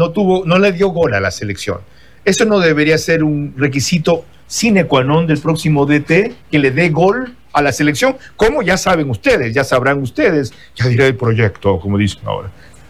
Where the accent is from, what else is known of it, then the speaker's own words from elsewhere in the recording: Bahía de Caráquez, Manabí, Ecuador; born there; en Bahía de Caracas, mi tierra